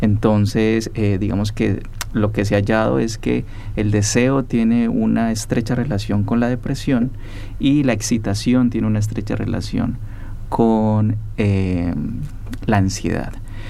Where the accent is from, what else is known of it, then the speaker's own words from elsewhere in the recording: Popayán, Cauca, Colombia; la ciudad de donde soy, en la ciudad de Popayán, Colombia.